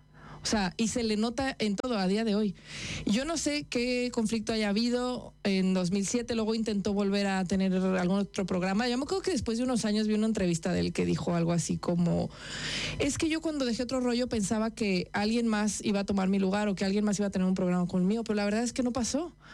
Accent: Monterrey, Nuevo León, Mexico; Adal Ramones es de la ciudad de Monterrey, ahí de donde soy yo.

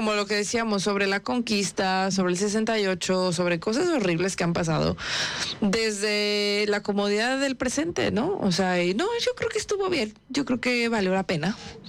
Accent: Mexico; Esa es la mezcla que nosotros traemos adentro como orgullosos mexicanos.

